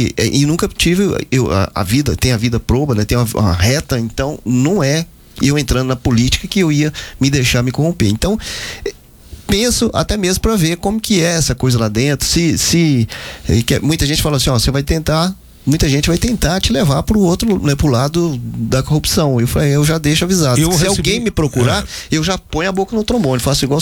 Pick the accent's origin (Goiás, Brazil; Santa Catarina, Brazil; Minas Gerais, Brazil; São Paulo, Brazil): Goiás, Brazil; Britânia; lá na minha cidade, Britânia